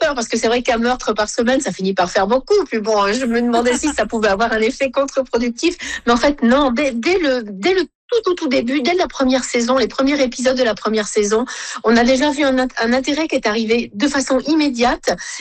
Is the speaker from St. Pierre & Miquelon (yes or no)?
yes; St. Pierre & Miquelon; accent: Saint-Pierre-et-Miquelon accent; Mais malgré tout, on est la France. Vous entendez mon accent, qui est assez différent du vôtre. Et c'est celui qui est parlé ici dans l'archipel.